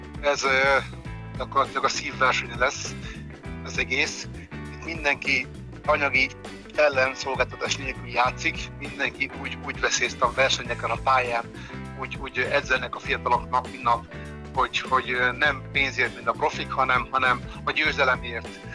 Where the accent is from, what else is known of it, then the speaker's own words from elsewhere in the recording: Hungary; magyarok vagyunk